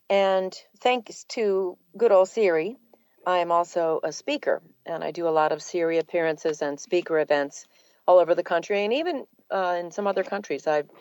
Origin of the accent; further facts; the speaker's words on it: New England, United States; accent: New England; now in Atlanta, United States; So it was very fortunate that I lost my New England accent.